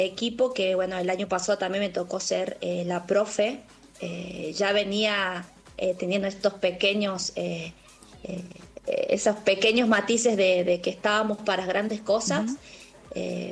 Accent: Jujuy, Argentina; moved away; no soy la única jujeña que está

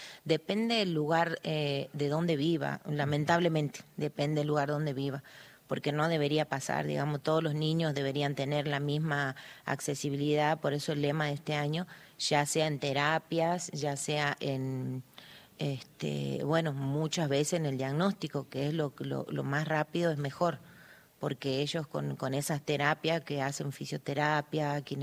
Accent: Palpalá, Jujuy, Argentina; Nosotros somos de Palpalá.

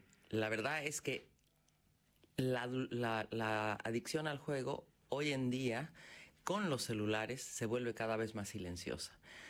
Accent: Bolivia; now in Argentina; Yo hablo como soy boliviana, hablo como boliviana, pero vivo hace 29 años aquí, entonces me siento argentina

